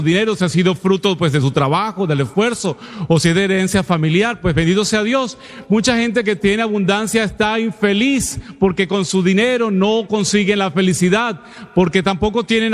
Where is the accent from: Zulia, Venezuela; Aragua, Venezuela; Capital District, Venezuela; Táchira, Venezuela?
Capital District, Venezuela; Caracas; Yo vengo de Caracas, de una familia, mi papá pues trabajador, mi mamá una operadora de la compañía de teléfonos.